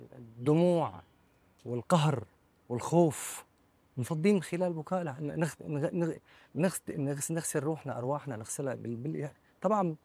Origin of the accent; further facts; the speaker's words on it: Syria; يعني الفن الوحيد اللي بيجمعنا نحن كسوريين